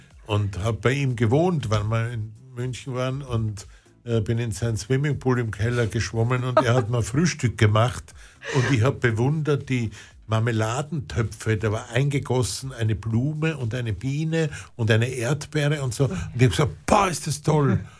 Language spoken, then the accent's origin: German; Lower Austria, Austria; ich bin in St. Pölten, in der Nähe, wo ich aufgewachsen bin